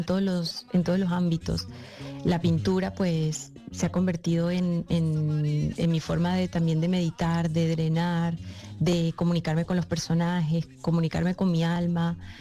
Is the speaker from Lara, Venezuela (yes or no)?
no; San Cristóbal, Táchira, Venezuela; accent: more Colombian than Venezuelan; now in Spain; yo soy de San Cristóbal, que es frontera con Colombia, con Cúcuta. Entonces, en Venezuela dicen que los de mi tierra somos más colombianos que venezolanos, porque pues todos los fines de semana yo me iba a Cúcuta, hablo más como colombiana que como venezolana